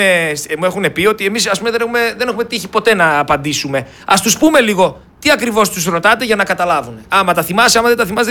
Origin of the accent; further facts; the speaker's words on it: Macedonia, Greece; Είμαι Μακεδόνας.